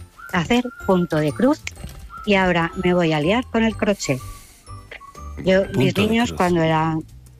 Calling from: Vilafranca del Penedès, Catalonia, Spain; Yo te llamo desde Vilafranca del Penedès, Barcelona.

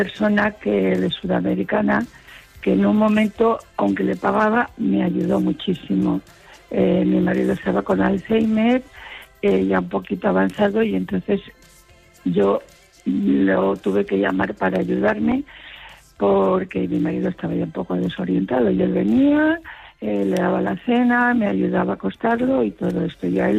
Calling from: Alicante, Valencian Community, Spain; de Alicante.

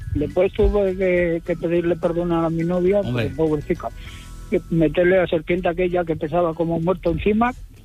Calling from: Salou, Catalonia, Spain; Buenos días … de Salou.

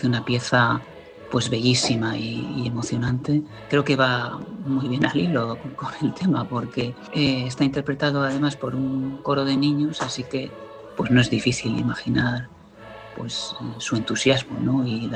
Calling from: Cantabria, Spain; de Cantabria.

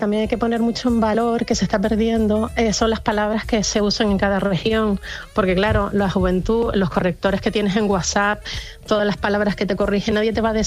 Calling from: Canary Islands, Spain; en mi caso, que soy de Canarias, pues hay muchas palabras canarias que yo le escuchaba a mi madre

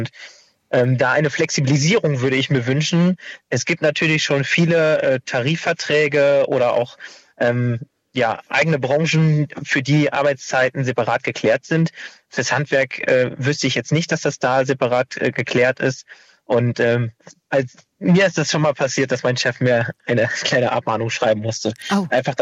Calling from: Bad Laer, Lower Saxony, Germany

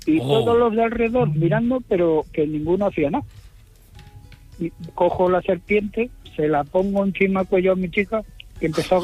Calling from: Salou, Catalonia, Spain; Buenos días … de Salou.

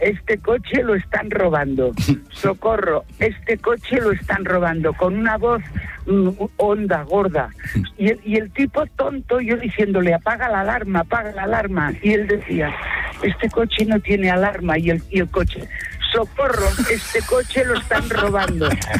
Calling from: Barcelona, Catalonia, Spain; Yo soy catalana, de Barcelona.

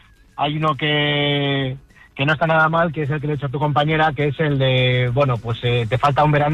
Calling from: Portugalete, Basque Country, Spain; yo soy por el de Portugalete

